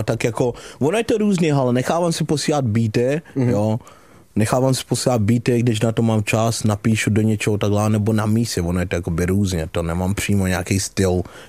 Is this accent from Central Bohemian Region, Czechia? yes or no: yes; Beroun, Central Bohemian Region, Czechia; also born or lived in Zambia; To už jsem jezdil z Berouna, z Králova dvora, jakoby jde, odkud jsem, nebo kam jsem se přesunul z Afriky, ze Zambie, tak to už jsem tady byl na střední škole.